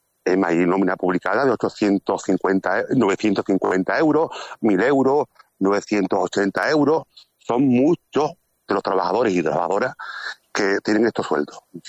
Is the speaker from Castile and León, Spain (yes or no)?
no; Castellar de la Frontera, Andalusia, Spain; Lo bueno que tiene el Almoraima es que está en Castellá, somos de Castellá, estamos en una empresa pública y estamos aguantando un poco